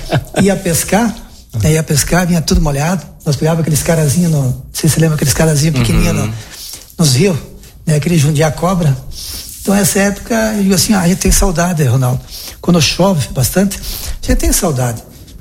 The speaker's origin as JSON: {"language": "Portuguese", "town": "Marau", "region": "Rio Grande do Sul", "country": "Brazil", "tie": "born or raised there", "also_born_or_lived": "Chapecó", "said": "eu, quando era pequenininho, eu nasci em Marau, fiquei em Marau, depois nós fomos morar em Chapecó. Nós moramos um tempo em Chapecó, acho uns 2, 3 anos, depois retornamos para Marau, e daí não saí mais em Marau."}